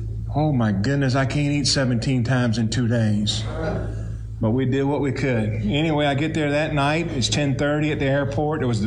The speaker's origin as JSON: {"language": "English", "town": "Eufaula", "region": "Alabama", "country": "United States", "tie": "born or raised there", "said": "I grew up in Alabama. Don't start knocking Alabama, that's home to me. But I grew up in Alabama. Calvary Baptist Church, Eufaula, Alabama."}